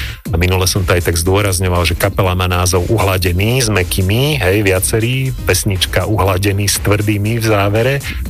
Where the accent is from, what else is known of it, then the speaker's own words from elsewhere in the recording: Banská Bystrica, Banská Bystrica Region, Slovakia; now in Bratislava, Slovakia; Ja som síce z Banskej Bystrice, žijem dlhé roky v Bratislave